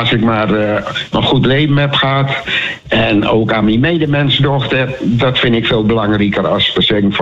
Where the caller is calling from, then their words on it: Groningen, Netherlands; ik ben een Groninger.